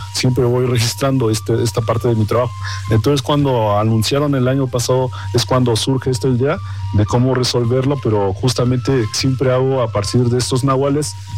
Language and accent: Spanish; Oaxaca, Mexico; first language Mazatec; Spanish is a second language; un saludo en mi lengua materna, que es la lengua mazateca del estado de Oaxaca, principalmente en la Sierra Mazateca.